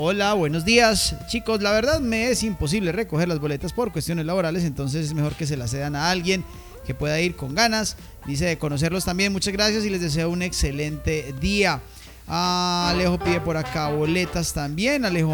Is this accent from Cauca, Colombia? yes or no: yes; Caloto, Cauca, Colombia; Yo soy de Caloto y mucha de esa música la escucho primero cuando voy por allá.